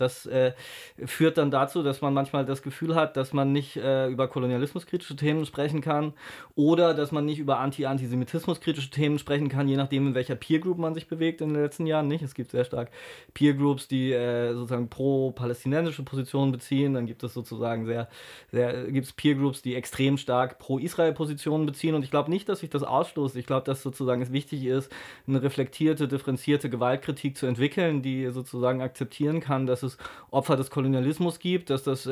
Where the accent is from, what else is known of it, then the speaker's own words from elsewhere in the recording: East Germany, Germany; ich bin ja auch Ostdeutscher zum Beispiel, das heißt, eine deutsche Diktatur, die DDR, dann die andere deutsche Diktatur, der Nationalsozialismus